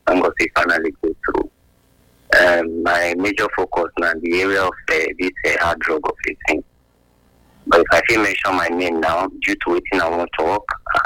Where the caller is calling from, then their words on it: Igueben, Edo, Nigeria; currently I'm calling from Igueben local government.